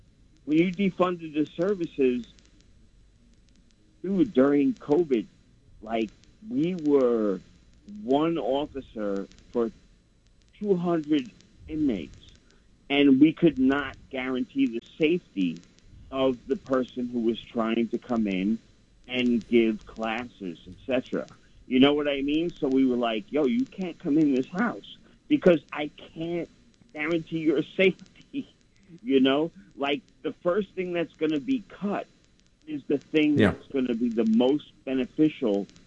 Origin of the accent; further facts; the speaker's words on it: Ireland; You know, I'm an Irishman, you know.